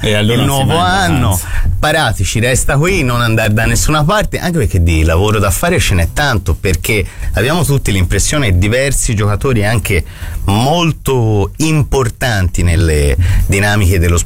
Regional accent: Florence, Tuscany, Italy; io sono di Novoli, di Rifredi

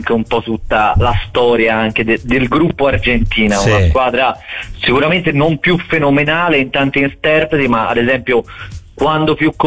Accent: Brozzi, Tuscany, Italy; born there; continuo a dire che sono nato a Brozzi e non a Rosario, ecco.

